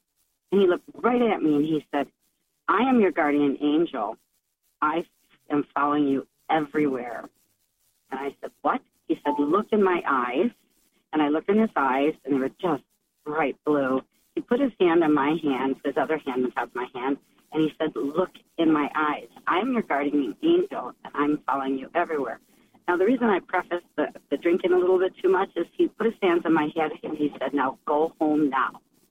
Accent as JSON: {"language": "English", "region": "Wisconsin", "country": "United States", "said": "So I'm from Wisconsin, and I went out to a place in Madison"}